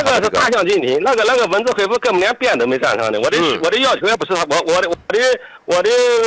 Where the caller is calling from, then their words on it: China; 出的是沙河镇，蓝桥区沙河镇